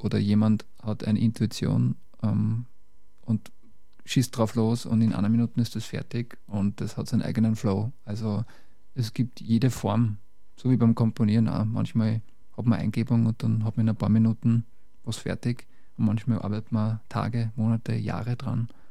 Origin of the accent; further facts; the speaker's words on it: Lower Austria, Austria; accent: Mostviertel dialect; now in Vienna, Austria; Also in Wien rede ich manchmal schon schöner, aber ich komme aus dem Mostviertel und den Dialekt bringe mit sozusagen.